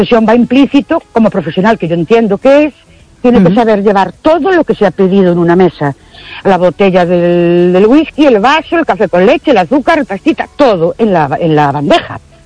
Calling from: Ourense, Galicia, Spain; Buenas noches … de Orense.

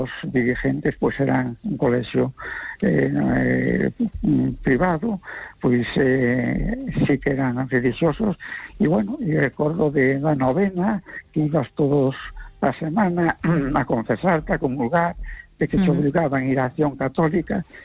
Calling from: A Coruña, Galicia, Spain; de La Coruña.

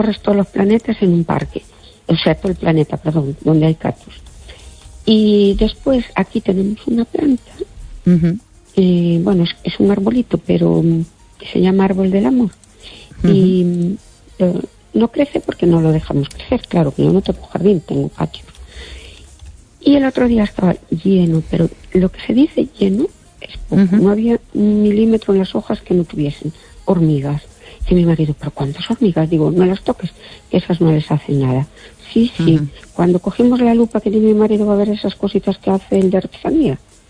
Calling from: Jaén, Andalusia, Spain

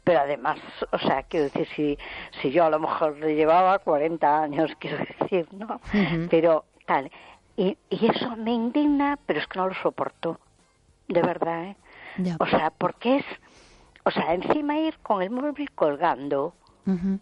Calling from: A Coruña, Galicia, Spain; de Coruña.

